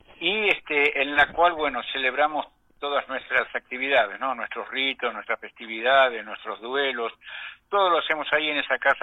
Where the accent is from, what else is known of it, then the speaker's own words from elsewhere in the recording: Buenos Aires, Argentina; Soy argentino, porteño, hijo de una tucumana y de un porteño. Nací en el año 1958 y soy nieto de una italiana proveniente de Génova y de un árabe sirio proveniente de las montañas